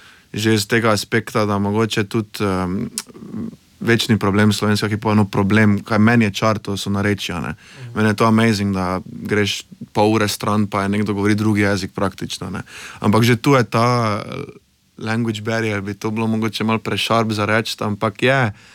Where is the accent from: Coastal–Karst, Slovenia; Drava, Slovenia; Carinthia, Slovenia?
Drava, Slovenia; Maribor; jaz sem Mariborčan, pa sem imel skozi celo kariero neprimerno več nastopov v Ljubljani